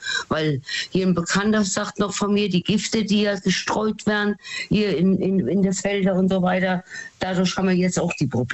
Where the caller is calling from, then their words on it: Rhineland-Palatinate, Germany; Aus dem Westerwald.